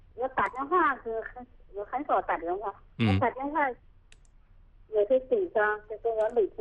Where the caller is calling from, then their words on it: Wuwei, Anhui, China; 我是无为的。